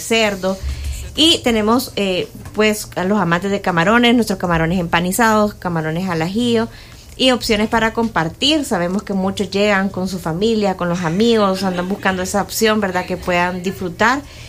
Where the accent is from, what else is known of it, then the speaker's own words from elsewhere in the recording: El Salvador; que creo que como salvadoreños es una de las entradas que no puede faltar en la mesa